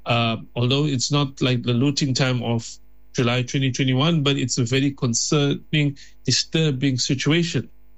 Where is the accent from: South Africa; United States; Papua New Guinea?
South Africa; Durban, KwaZulu-Natal; especially here in South Africa, especially where I am sitting here in Durban, in my hometown, in the CBD where my business is based